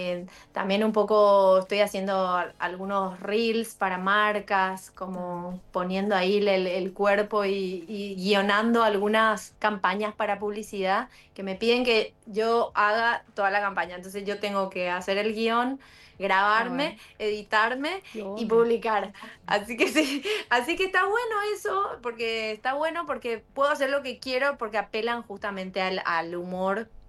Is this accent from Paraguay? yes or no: yes; Paraguay; accent: Paraguayan; moved away; No, yo podía seguir con mi acento paraguayo